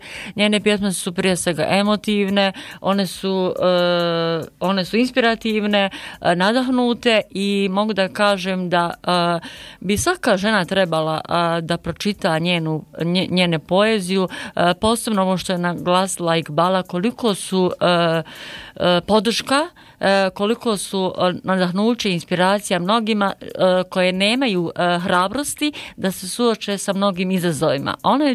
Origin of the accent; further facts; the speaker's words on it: Konjic, Federation of Bosnia and Herzegovina, Bosnia & Herzegovina; born there; ja sam rođena u Konjicu, živim u Najliđi, a radim kao nastavnica u osnovnoj školi Kiseljak 1 u Kiseljaku.